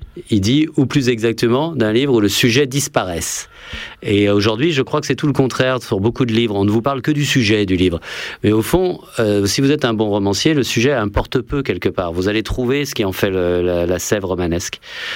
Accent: France; J'ai été élevé dans la France pavillonnaire et périurbaine.

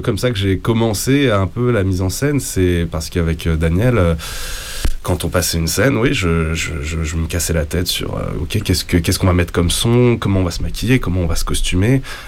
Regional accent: Nevers, Bourgogne-Franche-Comté, France; moved away as an adult; also born or lived in Strasbourg; now in Paris, France; Mais sinon, moi, je suis originaire de Bourgogne, Nevers, pour être précis.

